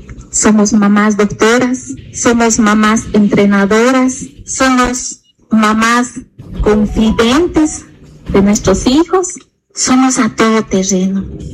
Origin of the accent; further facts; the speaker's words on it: Cochabamba, Bolivia; Como mamás damos hasta el más mínimo amor, damos todo, todo nuestro amor y cariño. Y así somos mamás cochabambinas.